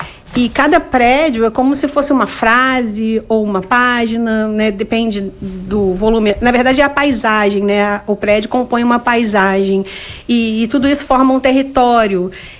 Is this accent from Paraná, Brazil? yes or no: no; Niterói, Rio de Janeiro, Brazil; Eu era moradora de Niterói na época, né? Eu nasci em Niterói.